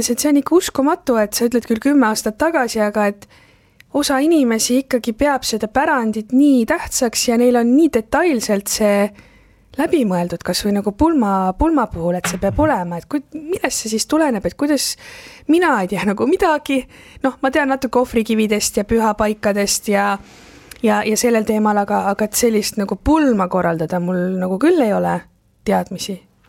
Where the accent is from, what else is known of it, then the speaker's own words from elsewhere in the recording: Tartu, Tartu County, Estonia; ma olen küll Tartust pärit